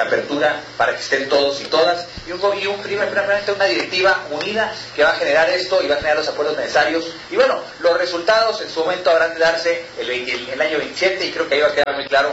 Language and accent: Spanish; Baja California, Mexico; como mexicanos y mexicanas y como bajacalifornianos.